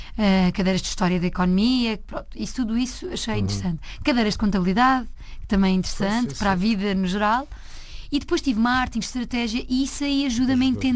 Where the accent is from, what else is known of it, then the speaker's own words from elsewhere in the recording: Azeitão, Setúbal, Portugal; Eu acho que se os croatas fossem à minha terra iam ficar encantados com as tortas de azeitão, com o queijo de azeitão